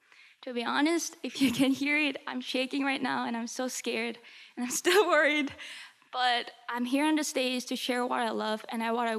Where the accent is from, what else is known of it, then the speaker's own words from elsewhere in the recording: Atlanta, Georgia, United States; now in New York, United States; I'm 18 years old, violinist from Atlanta, Georgia. It says I'm from New York, but I go to school in New York, but I'm from Atlanta, Georgia.